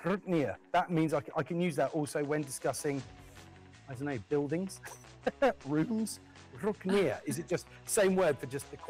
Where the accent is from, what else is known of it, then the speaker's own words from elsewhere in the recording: United Kingdom; I am alarmingly British